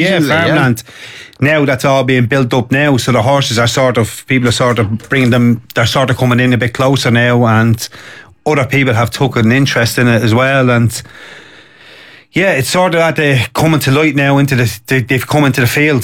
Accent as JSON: {"language": "English", "town": "Dublin", "region": "Leinster", "country": "Ireland", "tie": "born or raised there", "said": "Since I can remember I wasn't born and bred in Darndale, but I was a 1 year old when I moved in, and all through my lifetime and to today, there's been horses."}